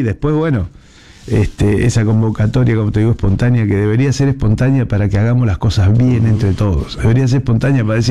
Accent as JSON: {"language": "Spanish", "country": "Argentina", "said": "los argentinos, viste, que somos pasionales"}